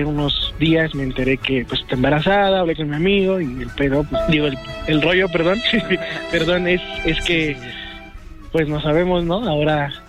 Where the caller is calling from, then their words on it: Ixtapaluca, State of Mexico, Mexico; Soy de Ixtapaluca.